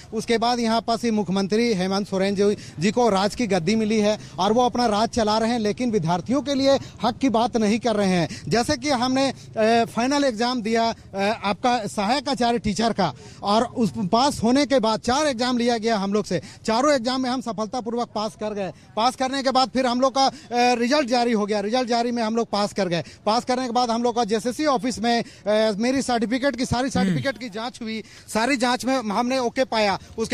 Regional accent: Jharkhand, India; देखिए, हम यहाँ झारखंड में ही रहे थे, यहीं पले बड़े हैं

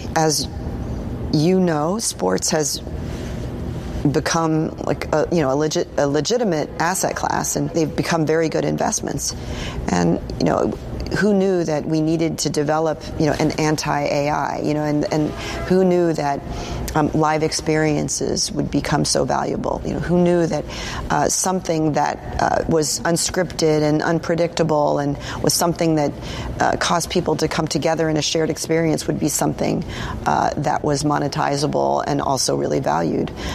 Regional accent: Lawrence, Kansas, United States; I grew up in Lawrence, Kansas, home of the Kansas Jayhawks.

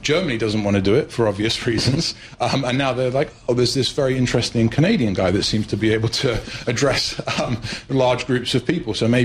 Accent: United Kingdom; which makes me as a British a Britisher rather jealous, because I used to have an Italian passport, de jure.

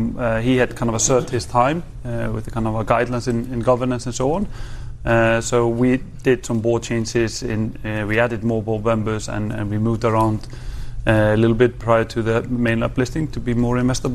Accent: Iceland; I'm from Iceland

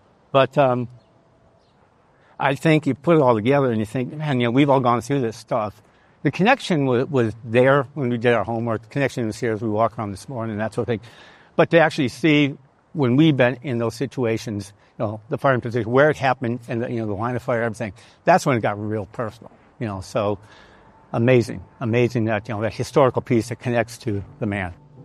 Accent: Michigan, United States; I grew up in Michigan.

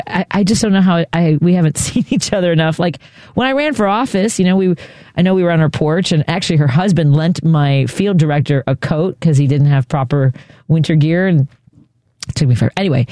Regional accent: Chicago, Illinois, United States; I grew up in Chicago, not fa

